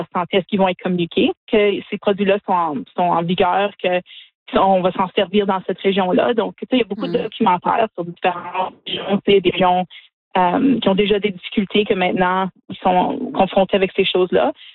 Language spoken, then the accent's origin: French; Sudbury, Ontario, Canada; Aussi, nous, on vient de Sudbury. Donc, c'est une ville minière où on paye encore le prix pour certaines des choses qui sont passées dans le passé.